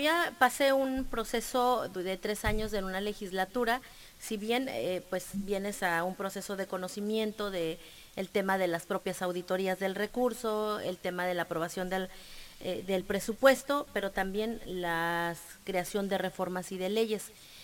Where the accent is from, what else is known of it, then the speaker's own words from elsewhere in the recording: Tijuana, Baja California, Mexico; born there; yo tuve la bendición de nacer aquí en Tijuana.